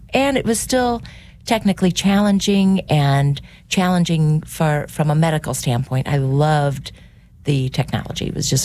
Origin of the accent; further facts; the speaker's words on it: Crestwood, Missouri, United States; Yeah, I grew up in Crestwood.